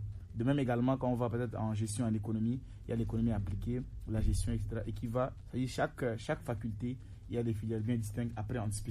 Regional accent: Chad; moved away as an adult; now in Togo; Je viens du Tchad, donc je suis tchadien.

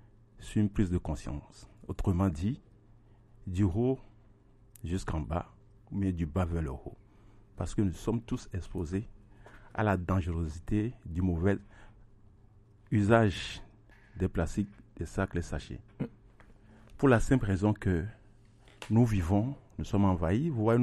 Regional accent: Togo; born there; moved away as an adult; also born or lived in Germany / France; now in Lomé, Togo; Je suis né au Togo. J'ai quitté le Togo quand j'avais 23 ans.

